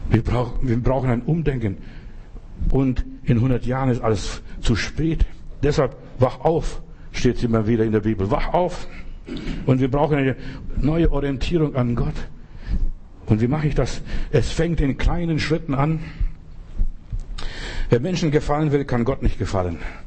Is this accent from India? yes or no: no; Germany